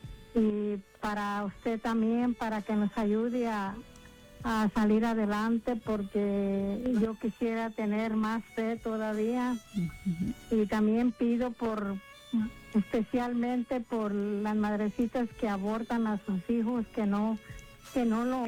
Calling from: Bakersfield, California, United States; estoy llamando de Bakersfield, California.

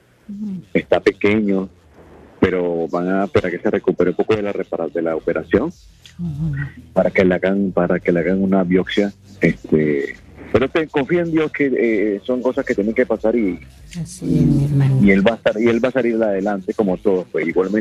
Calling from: Utah, United States

